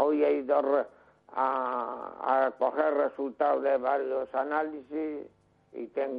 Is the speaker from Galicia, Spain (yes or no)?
yes; Ferrol, Galicia, Spain; moved away; hemos vivido en Neira, donde nací, en la Vuelta del Pilón.